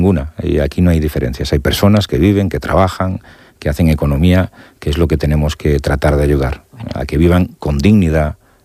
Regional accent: Vilagarcía de Arousa, Galicia, Spain; Me enorgullece decir que soy de Villagarcía de Arousa.

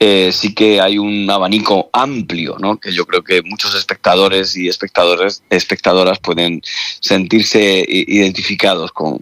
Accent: Caravaca de la Cruz, Region of Murcia, Spain; ruede ahora aquí en mi tierra, en Murcia, en Caravaca concretamente

